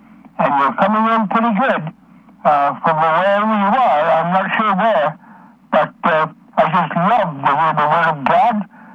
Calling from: Cranbrook, British Columbia, Canada; I'm calling from Cranbrook, British Columbia, Canada.

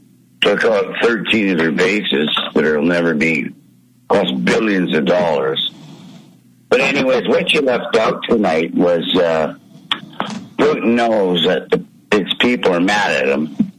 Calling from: Canada; from Canada.

